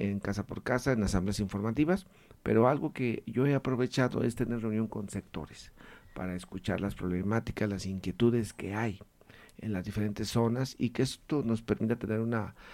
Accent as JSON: {"language": "Spanish", "region": "Michoacán", "country": "Mexico", "tie": "born there", "said": "Yo nací aquí en Michoacán, soy el más chico de los 8. Y desde muy temprana edad me tocó irme a estudiar a Morelia, a la prepa, en el 93."}